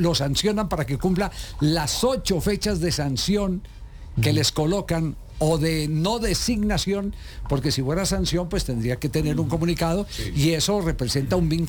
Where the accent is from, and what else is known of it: Caldas, Colombia